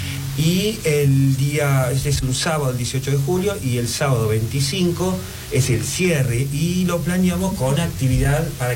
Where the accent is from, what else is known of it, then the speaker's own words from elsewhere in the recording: Patagonia, Argentina; Miren que yo soy muy patagónico y diseñé muchos juguetes, decenas de juguetes para dentro de la casa.